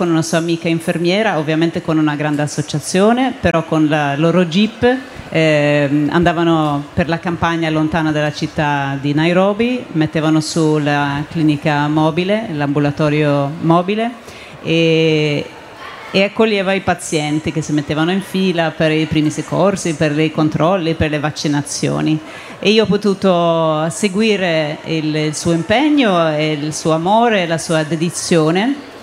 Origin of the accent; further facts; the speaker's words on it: Sweden; moved away; Io appunto vengo dalla Svezia